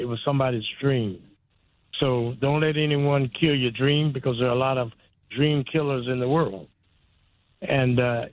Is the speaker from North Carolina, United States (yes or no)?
no; West Virginia, United States; until I reach West Virginia. This is my home state. I was born here, and I come here.